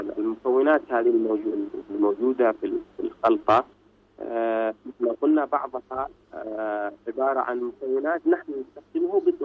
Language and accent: Arabic; Yemen; وعندنا في اليمن غالباً السبب يكون وقات قد يكون له سبب كبير.